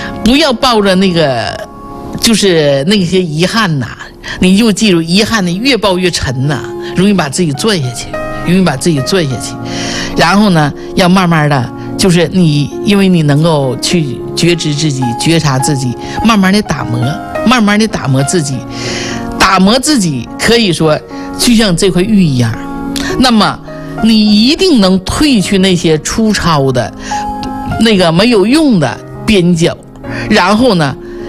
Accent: Northeast China, China; accent: Northeastern; 我们东北话就叫太气儿了

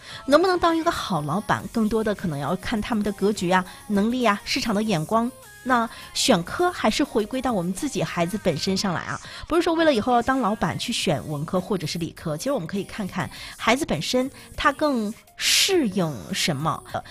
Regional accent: Liaoning, China; 我们身为一个东北人，尤其是身为一个辽宁人

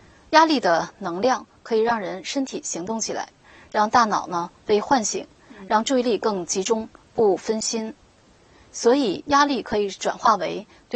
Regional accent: China; 我们中国人是讲每临大事有静气

